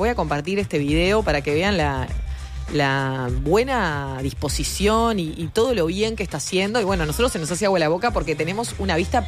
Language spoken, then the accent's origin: Spanish; Montevideo, Uruguay; En cordón norte de donde soy, se sigue usando